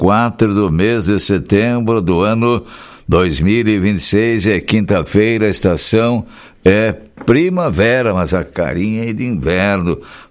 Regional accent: Esmeralda, Rio Grande do Sul, Brazil; moved away; lá na Esmeralda, minha terra.

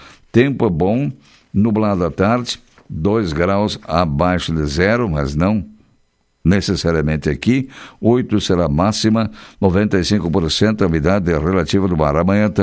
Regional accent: Rio Grande do Sul, Brazil; A gente é aqui do Rio Grande acostumado com isso aí. Nós fomos bem temperados.

